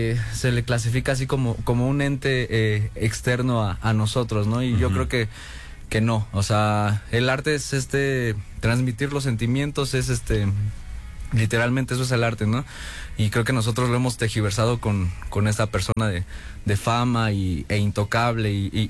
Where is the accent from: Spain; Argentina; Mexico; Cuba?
Mexico; Mexico City; yo crecí en la Gustavo Amadero, ¿no? Uh-huh. Una colonia una delegación de por acá.